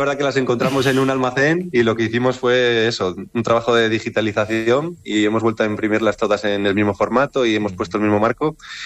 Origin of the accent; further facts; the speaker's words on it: León, Castile and León, Spain; moved away as an adult; now in Asturias, Spain; yo no soy de Asturias, vine hace 6-7 años, uh-huh, pero claro, estudié en la escuela pública, le tengo mucho cariño a mi colegio, al Colegio Público San Claudio de León, a mi instituto también, el Padre Isla de León